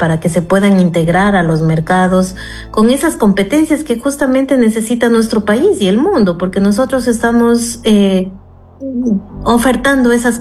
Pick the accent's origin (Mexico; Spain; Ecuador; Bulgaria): Ecuador; nosotros como ecuatorianos